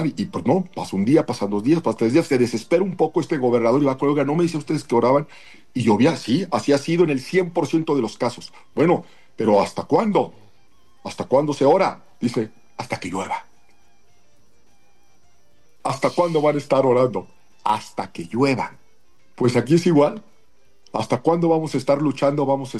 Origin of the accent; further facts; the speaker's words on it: Mexico; fue un momento que nos une como mexicanos